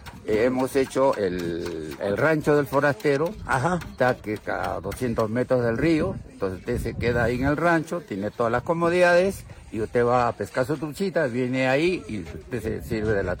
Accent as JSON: {"language": "Spanish", "town": "Pacapausa", "region": "Ayacucho", "country": "Peru", "tie": "born or raised there", "said": "Y de igual modo yo también hago trabajo también en mi pueblo de Pacapausa, también hay muchas obras, la Plaza de Armas, que es mi obra, el altar de la iglesia"}